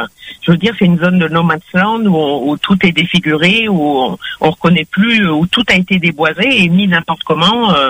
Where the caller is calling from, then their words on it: La Saline-les-Bains, Réunion; Ça fait 40 ans de Réunion et 12 ans que je suis à la Saline-les-Bains